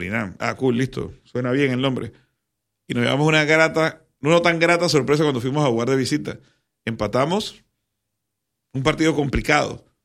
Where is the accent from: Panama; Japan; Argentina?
Panama; ¿qué estaríamos nosotros como panameños, todos los panameños